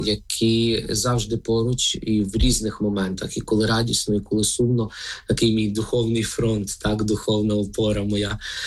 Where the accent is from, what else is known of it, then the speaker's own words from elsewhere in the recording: Lviv Oblast, Ukraine; я вже був тоді знайомий найбільше, так, з Мукачівською дієцезією, хоч родом я сам з Львівської, так.